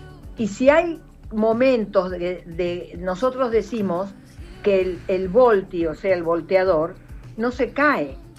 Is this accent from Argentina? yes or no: yes; Argentina; somos dos argentinas